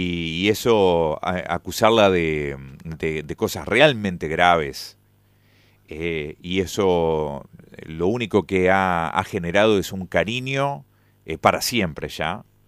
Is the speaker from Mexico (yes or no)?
no; Gualeguaychú, Entre Ríos, Argentina; somos vecinos de Gualeguaychú